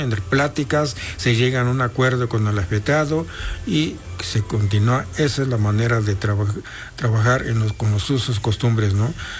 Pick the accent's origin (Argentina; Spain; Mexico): Mexico; Mixteca; moved away; allá en mi pueblo, la región mixteca